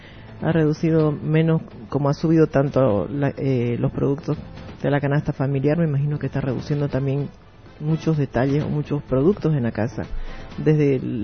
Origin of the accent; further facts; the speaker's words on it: Bolivia; nosotros como bolivianos, como ciudadana común y corriente